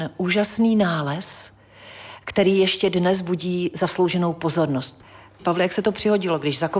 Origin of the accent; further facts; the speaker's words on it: Jičín, Hradec Králové Region, Czechia; born there; s Pavlem Nožičkou se známe vlastně, teď musím říct, od porodnice, protože my jsme byli na stejném pokoji, když jsme se narodili tady v Jičíně.